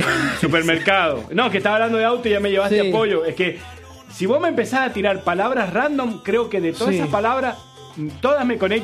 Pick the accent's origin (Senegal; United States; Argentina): Argentina; San Juan; y me he dado cuenta que los sanjuaninos somos más españoles.